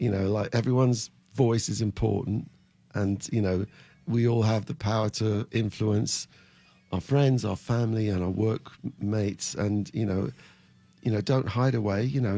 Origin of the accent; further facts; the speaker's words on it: High Wycombe, South East England, United Kingdom; also born or lived in Maidenhead; my hometown, which was High Wycombe.